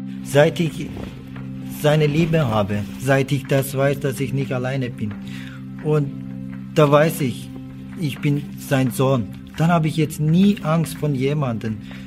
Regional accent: Turkey; German is a second language; now in Germany; Ich bin aus der Türkei, ich bin in der Türkei aufgewachsen.

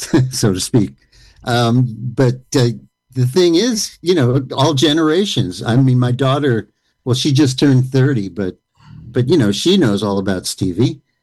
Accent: Queens, New York, United States; now in Nashville, United States; Forest Hills, New York is where I'm from originally. And then I went to school in D.C.

